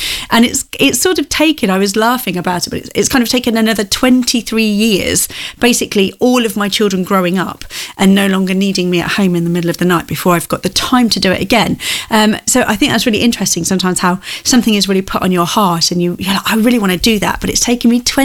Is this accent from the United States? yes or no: no; Ashby-de-la-Zouch, East Midlands, United Kingdom; go out to my hometown of Ashby